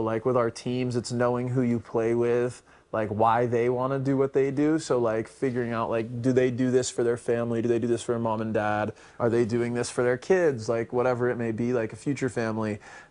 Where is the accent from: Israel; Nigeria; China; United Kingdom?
China; Shanghai; also born or lived in Hong Kong / Taiwan; now in United States; Yeah, so I was born in Hong Kong, lived in Shanghai for a couple years, and then our family moved to Taiwan for, I think, 2 or 3 years, and my sister was born there. And then basically for like the ages you can remember, I was in Shanghai.